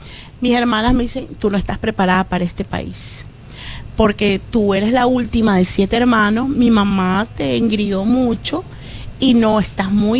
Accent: Ecuador; moved away as an adult; now in United States; Yo fui maestra en mi país 20 años, okay, en un colegio de mucho prestigio en Ecuador.

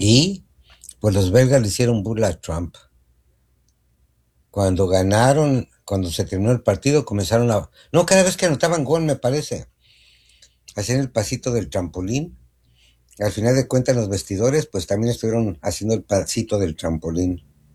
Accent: Mexico; ya ves cómo somos los mexicanos.

